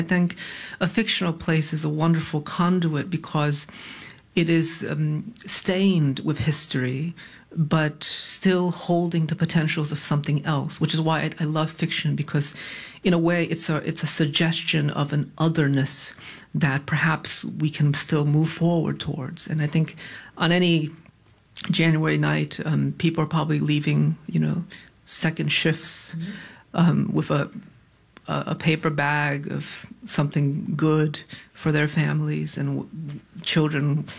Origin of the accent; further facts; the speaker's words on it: Connecticut, United States; moved away as an adult; So when I came to New York to go to school, I told folks, I'm from Connecticut